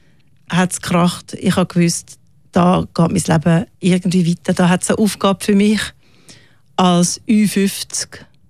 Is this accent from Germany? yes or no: no; Höri, Zurich, Switzerland; weil ich aufgewachsen bin in Hochfelden. Das ist gerade im Landeanflug von der Piste.